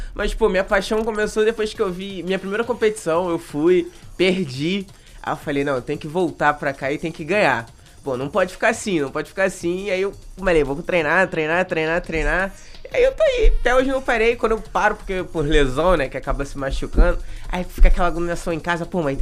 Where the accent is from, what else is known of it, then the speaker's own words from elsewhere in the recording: Cabo Frio, Rio de Janeiro, Brazil; born there; now in Itaboraí, Brazil; Não, eu sou nascido de Cabo Frio.